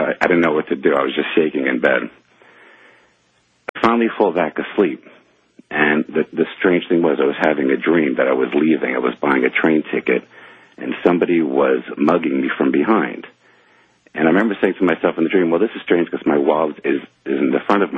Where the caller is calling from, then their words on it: New York City, New York, United States; And I'm calling from New York, New York.